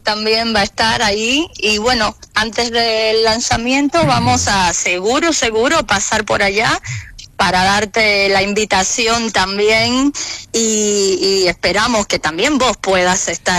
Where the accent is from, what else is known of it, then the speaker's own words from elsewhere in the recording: Cuba; born there; Yo nací en Cuba y bueno, egresé de mis estudios en el ISA de piano